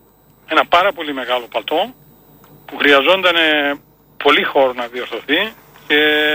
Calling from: Kastoria, Western Macedonia, Greece; Είμαι από την Καστοριά.

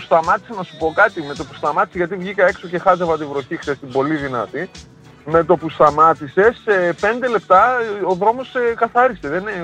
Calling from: Evosmos, Central Macedonia, Greece; Είμαι στον Εύωσμο μένω, ναι.

